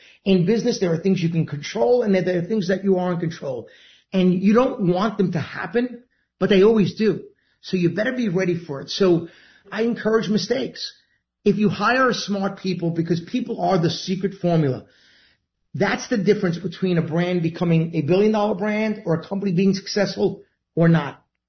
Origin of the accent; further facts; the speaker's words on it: Queens, New York, United States; It's why I always say … from Queens, right?